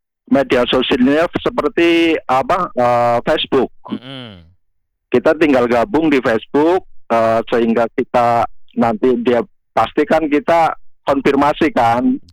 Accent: Kebumen, Central Java, Indonesia; Kita karena kita asalnya dari Kebumen dan sekitarnya ya kita dibikin seperti induk kayak gitu.

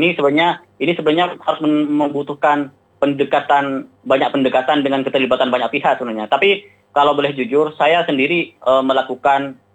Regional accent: Madura, East Java, Indonesia; Di kampung saya itu, di kampung batik Lampar

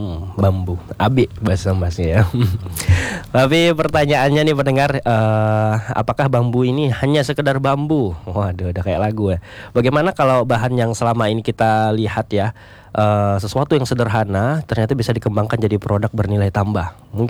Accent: Pontianak, West Kalimantan, Indonesia; born there; Saya juga lahiran Pontianak. Jungkat saya, Pak.

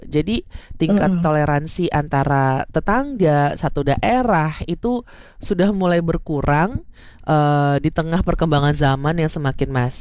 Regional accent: Jakarta, Indonesia; kita sendiri nih yang ngerasa sebagai warga Jakarta

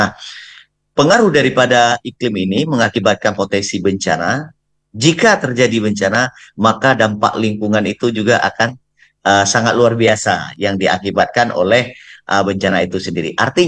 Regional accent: Aceh, Indonesia; kita orang Aceh

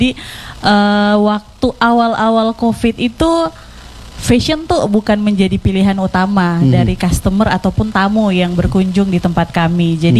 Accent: Papua, Indonesia; Kebetulan saya juga anak Papua

